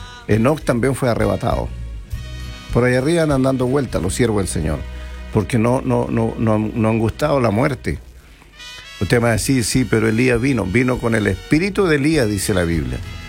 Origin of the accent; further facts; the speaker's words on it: Río Bueno, Los Ríos, Chile; compañero de trabajo unionino, río buenino. Estoy trabajando en la Unión